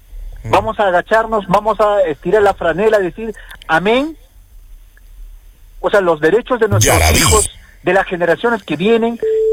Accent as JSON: {"language": "Spanish", "region": "Arequipa", "country": "Peru", "said": "¿A eso estamos condenados como peruanos, como arequipeños?"}